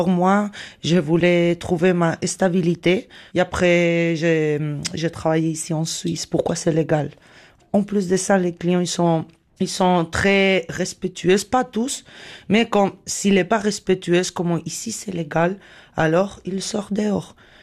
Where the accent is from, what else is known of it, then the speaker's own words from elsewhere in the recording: Spain; French is a second language; moved away as an adult; now in Switzerland; D'Espagne.